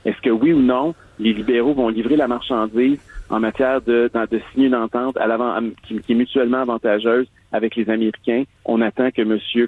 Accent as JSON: {"language": "French", "region": "Quebec", "country": "Canada"}